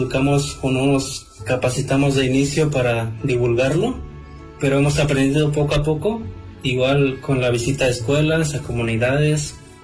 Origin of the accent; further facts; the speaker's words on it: Acatlán de Osorio, Puebla, Mexico; soy biólogo, soy de aquí de Acatlán de Osorio